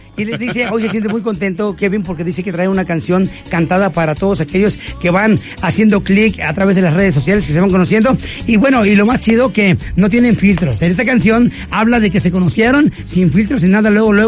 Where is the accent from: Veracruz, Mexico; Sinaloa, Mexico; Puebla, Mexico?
Puebla, Mexico; somos de acá de Puebla.